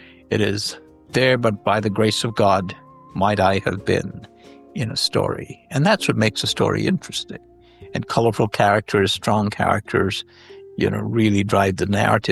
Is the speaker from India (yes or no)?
yes; India; moved away; also born or lived in Bay Area, United States / Minnesota, United States; I grew up in India, I grew up in a developing world, and I subsequently grew up in the developed world. I lived in the Bay Area, I lived in Minnesota.